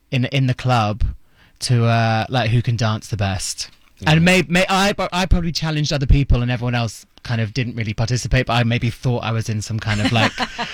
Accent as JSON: {"language": "English", "country": "United Kingdom", "accent": "British", "said": "So I'm really working on just not on keeping the British accent."}